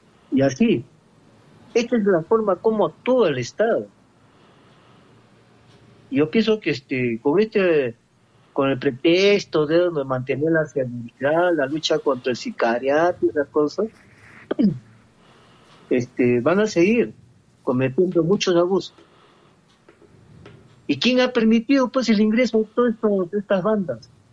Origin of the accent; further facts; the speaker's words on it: Peru; tenemos que enarbolar, ¿no?, como peruanos